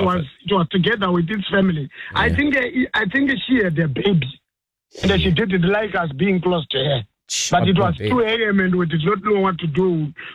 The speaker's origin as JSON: {"language": "English", "country": "Zimbabwe", "tie": "born or raised there", "lives_now": "New Zealand", "said": "from Zimbabwe."}